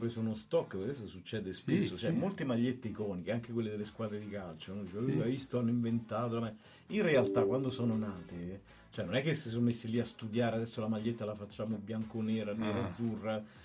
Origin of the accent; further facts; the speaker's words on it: Rome, Lazio, Italy; moved away; io e mia moglie, siamo romani, quindi in casa comunichiamo in romano.